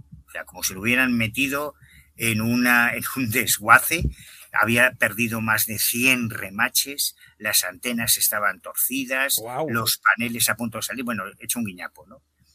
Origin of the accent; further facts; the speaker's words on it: Betanzos, Galicia, Spain; No, yo soy un chaval de Betanzos, de La Coruña, que ha visto un ovni, yo quiero hablar con piloto.